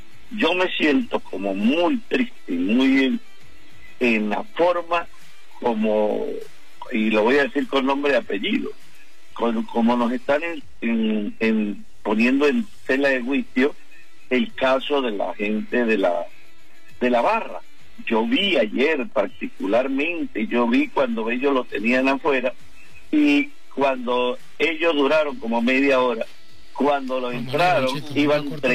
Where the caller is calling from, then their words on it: El Vigía, Mérida, Venezuela